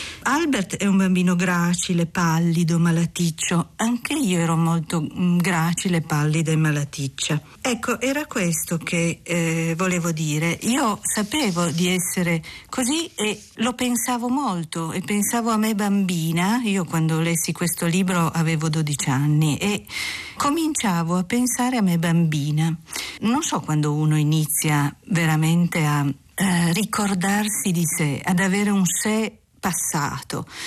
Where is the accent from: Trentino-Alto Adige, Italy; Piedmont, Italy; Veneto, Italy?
Piedmont, Italy; Turin; Sono nata a Torino, non mi sono mai mossa dalla mia città.